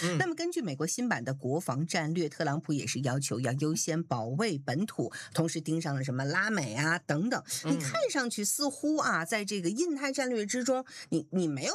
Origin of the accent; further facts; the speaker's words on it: Tianjin, China; 我家乡是天津嘛